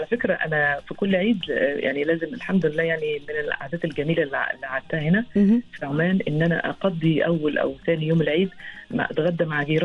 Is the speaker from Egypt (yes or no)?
yes; Egypt; moved away as an adult; now in Oman; غير المشوي اللي ما موجود عندنا في مصر